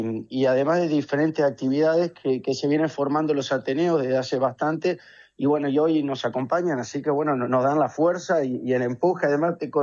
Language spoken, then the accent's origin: Spanish; Gualeguay, Entre Ríos, Argentina; yo soy de Gualeguay, nacido y criado ahí. Me crié en todo lo que es el grupo La Conchera S.A., que dirigía mi tía Sarita